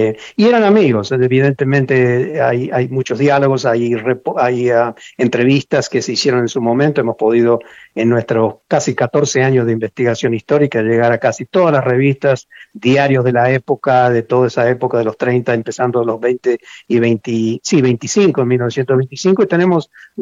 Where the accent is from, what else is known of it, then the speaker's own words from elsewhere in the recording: Villa María, Córdoba, Argentina; nosotros somos de Villa María, provincia de Córdoba